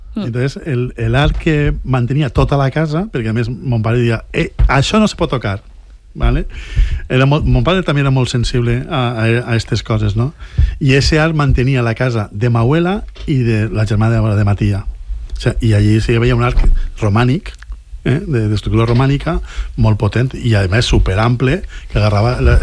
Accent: Oliva, Valencian Community, Spain

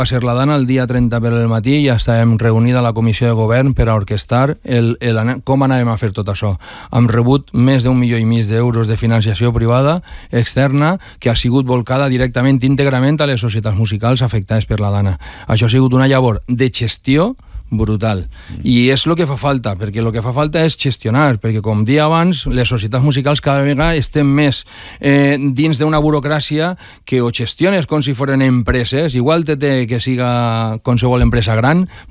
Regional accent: Valencia, Valencian Community, Spain; Jo anava a escola a Llíria, o sea, jo no sóc de Llíria, jo sóc d'ací del Cabanyal.

